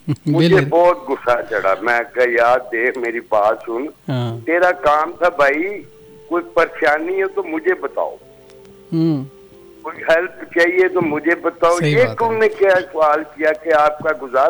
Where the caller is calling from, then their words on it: Punjab, Pakistan; ہم شاد باغ بیٹھے